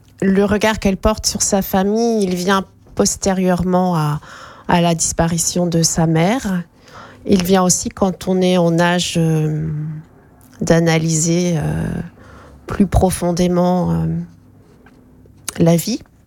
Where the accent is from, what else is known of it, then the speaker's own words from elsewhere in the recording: Grand Est, France; mon enfance en Lorraine